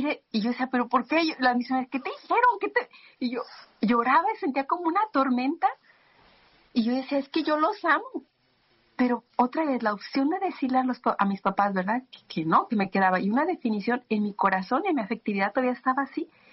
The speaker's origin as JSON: {"language": "Spanish", "town": "Guadalajara", "region": "Jalisco", "country": "Mexico", "said": "salí de mi pueblo de Guadalajara, de México, era Guadalajara"}